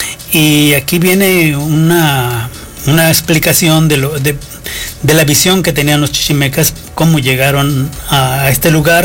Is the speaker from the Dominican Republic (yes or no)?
no; San Luis Potosí, Mexico; moved away as an adult; now in Rioverde, Mexico; yo no nací aquí. Yo principalmente me crié en San Luis Potosí.